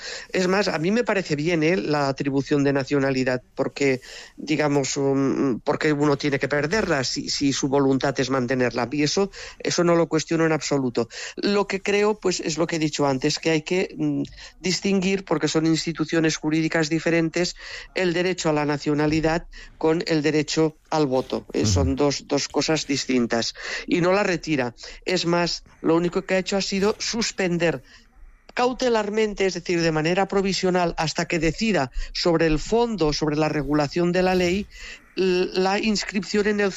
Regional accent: Spain; also born or lived in Brussels, Belgium; estuve viviendo en Bruselas, y no pude votar en las elecciones municipales siendo española

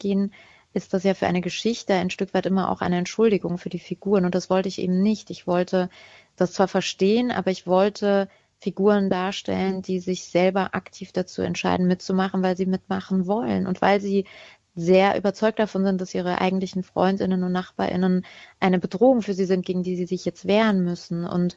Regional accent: Hermeskeil, Rhineland-Palatinate, Germany; Also wie gesagt, geboren und aufgewachsen in Hermeskeil und dann als Erwachsene in den 30ern plötzlich erst mit anderen Augen auf das zu gucken, was vergangen ist

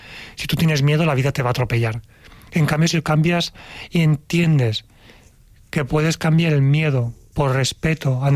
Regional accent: Valencia, Valencian Community, Spain; yo soy de Valencia, aquí en Valencia

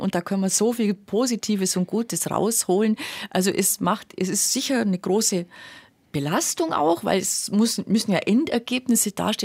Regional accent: Kempten, Bavaria, Germany; in der Textilindustrie in meiner Heimatstadt in Kempten

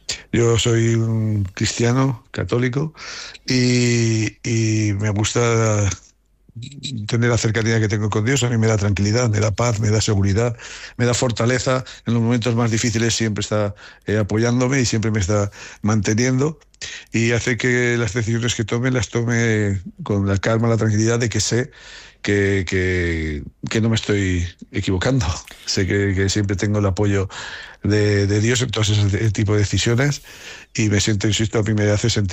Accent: Haro, La Rioja, Spain; me siento muy querido en mi pueblo. Bueno, mi pueblo, que la alcaldesa cuando me oye hablar así se enfada porque dice … que Aro es una ciudad. Pero que sí, Guadalupe, ya lo sé. Pero yo he vivido los años 70 y 80 cuando Aro era

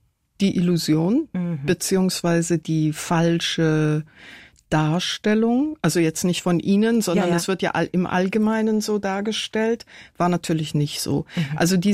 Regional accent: Tehran, Tehran Province, Iran; moved away; also born or lived in Manhattan / Kabul; Von meinen späteren Wohnsitzen in vielen verschiedenen Ländern konnte ich als kleines Mädchen in Teheran nur träumen.

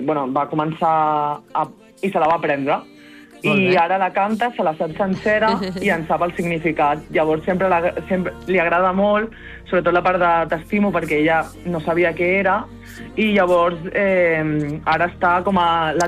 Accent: Terrassa, Catalonia, Spain; com soc de Terrassa, viatjo a Barcelona cada dia.

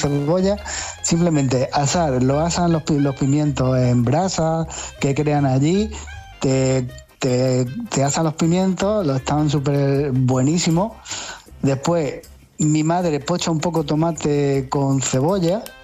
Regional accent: Pozo Alcón, Andalusia, Spain; Cuando vamos a mi pueblo, a Pozo Alcón, flipa con la ensalada.

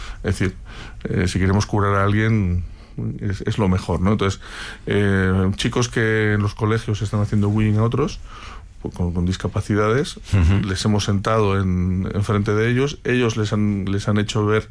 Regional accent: Madrid, Community of Madrid, Spain

